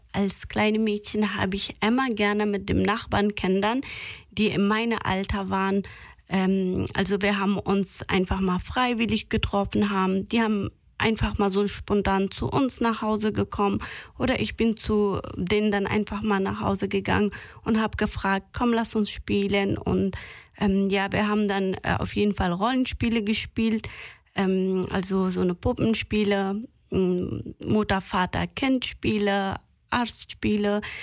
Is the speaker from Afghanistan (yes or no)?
yes; Afghanistan; German is a second language; now in Germany; also ich komme aus Afghanistan und lebe seit fast 9 Jahren hier in Deutschland.